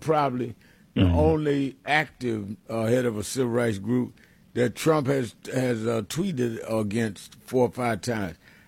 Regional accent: New York, United States; I was born and raised in New York, but my mother would go to Alabama, her hometown where she was born.

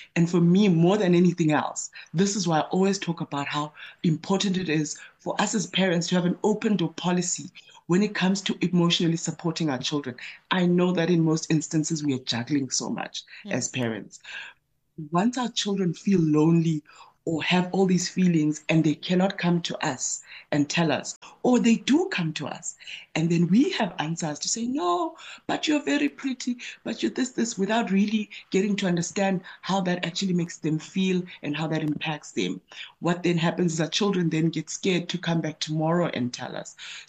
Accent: Eastern Cape, South Africa; also born or lived in North West; You know, I grew up in Eastern Cape, and then I then moved into your Northwest areas in terms of just as a young person.

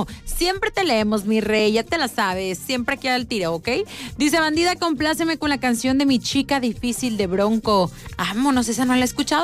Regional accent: Jalisco, Mexico; Es que somos paisanos.

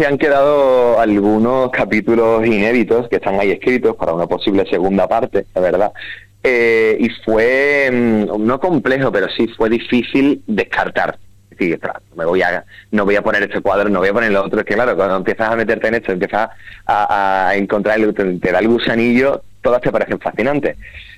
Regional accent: Andalusia, Spain; por ejemplo, en mi tierra, en Andalucía, ha salido bastante en los medios de comunicación

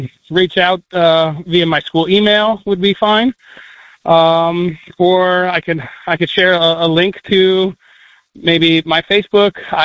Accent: Beech Grove, Indiana, United States; I'm originally from Beech Grove. I graduated from Beech Grove, and it's an important community to me

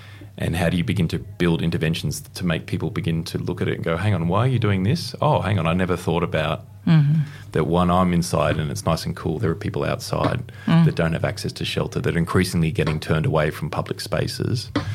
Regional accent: Blue Mountains, New South Wales, Australia; So I grew up in the Blue Mountains for a period as well

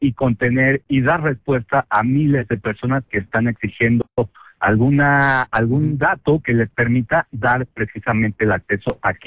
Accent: Mexico; Como mexicano, pues bueno, pues que gane México.

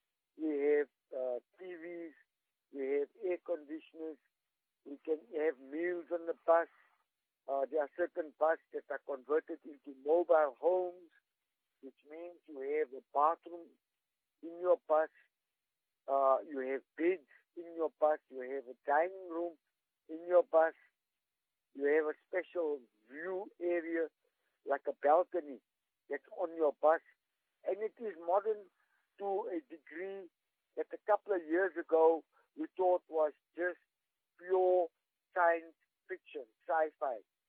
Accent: Johannesburg, Gauteng, South Africa; my hometown, Johannesburg

